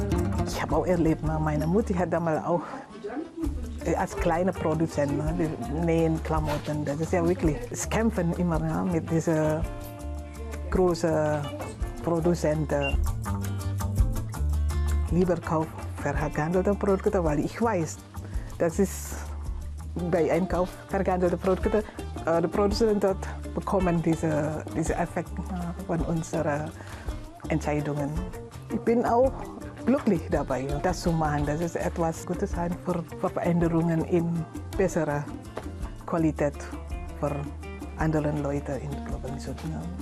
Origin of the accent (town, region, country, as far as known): Indonesia; German is a second language; moved away as an adult; now in Chemnitz, Germany